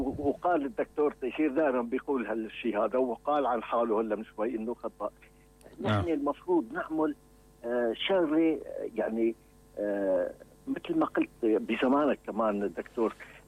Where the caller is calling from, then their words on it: Syrian coast, Syria; يعني أنا بتعرف من الساحل